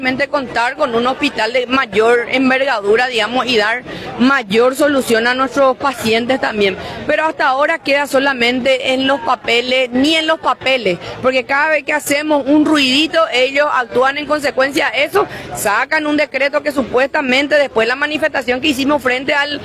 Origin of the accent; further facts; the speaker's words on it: Paraguay; Nosotros como paraguayos